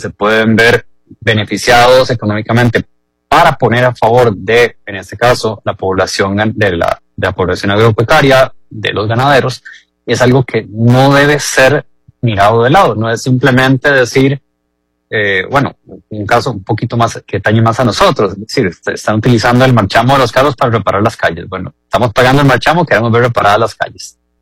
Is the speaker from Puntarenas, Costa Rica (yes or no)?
no; Heredia, Costa Rica; now in Alajuela, Costa Rica; A pesar de que yo soy herediano, yo vivo en Alajuela.